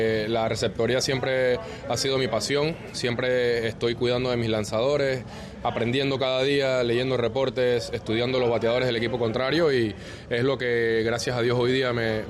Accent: Panama; somos panameños.

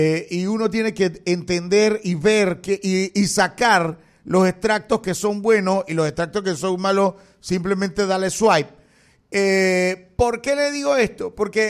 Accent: Panama; yo me considero también un panameño de a pie

